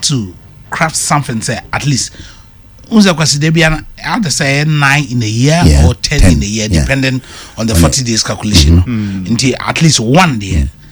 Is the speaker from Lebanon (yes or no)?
no; Western Region, Ghana; I'm from Western region